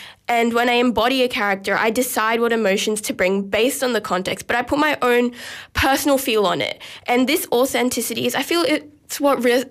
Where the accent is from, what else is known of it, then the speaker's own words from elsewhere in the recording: Sydney, New South Wales, Australia; So I was born in Australia and I grew up here, and my Indian heritage kind of felt, probably felt a little distant, but Bharatanatyam has kept me connected to my Indian roots